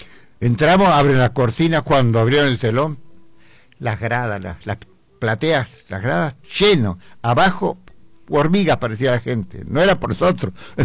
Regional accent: Balcarce, Buenos Aires Province, Argentina; moved away; also born or lived in Mar del Plata; Mi infancia en Balcarce, yo nací en Balcarce, provincia de Buenos Aires. Esas zapatillas rotas, pantalón cosido, emparchado, así.

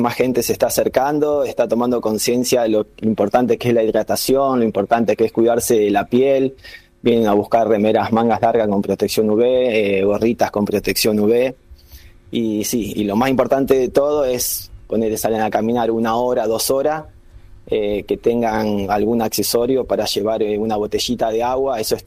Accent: Piamonte, Santa Fe, Argentina; also born or lived in Buenos Aires / Rosario; now in Posadas, Argentina; conocí a mi señora acá, así que yo soy de un pueblo de Santa Fe, pero me quedé acá

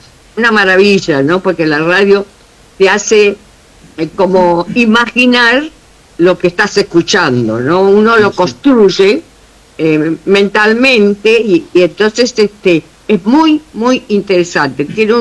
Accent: Buenos Aires, Argentina; Yo trabajaba en Buenos Aires, porque siempre viví, soy porteña y siempre viví en Buenos Aires

